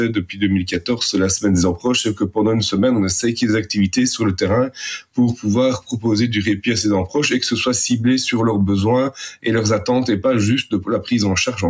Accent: Belgium; Chez nous, en Belgique

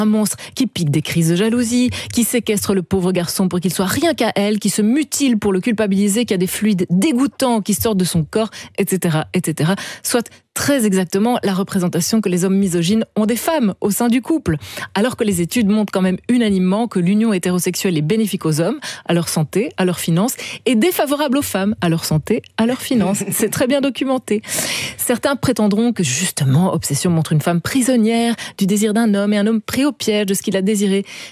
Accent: Limelette, Wallonia, Belgium; je venais de Limelette.

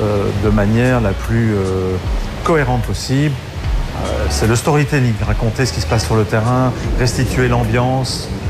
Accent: Belgium; Moi, je suis belge

